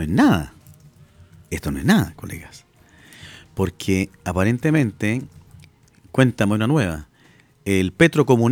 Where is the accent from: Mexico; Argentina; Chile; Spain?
Chile; como chileno y chilena